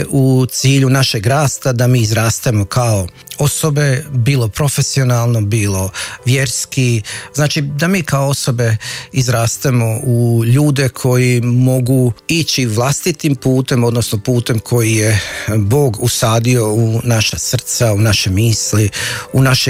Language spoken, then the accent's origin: Croatian; Posušje, Federation of Bosnia and Herzegovina, Bosnia & Herzegovina; moved away as an adult; now in Zagreb, Croatia; ja sam iz Hercegovine rodom, iz Posušja, jedno selo pored Posušja, Bračanac. Tamo sam odrastao i onda sam završio u Zagrebu kao student pravnog fakulteta.